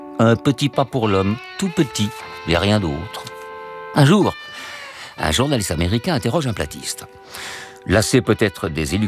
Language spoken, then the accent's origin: French; France; chez nous, en France